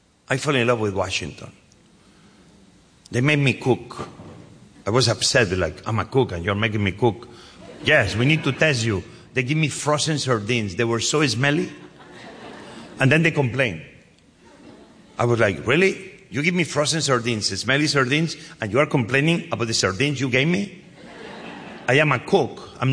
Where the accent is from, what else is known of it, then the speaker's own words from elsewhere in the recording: Barcelona, Catalonia, Spain; also born or lived in Asturias; Because even I was born in Asturias, very young, I moved to Barcelona. Asturias and Barcelona are 2 different places.